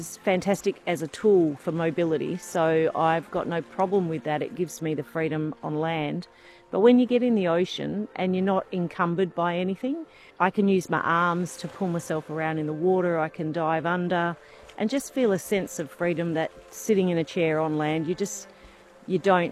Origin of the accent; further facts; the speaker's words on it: Geraldton, Western Australia, Australia; as a young girl, I grew up in Geraldton on the coast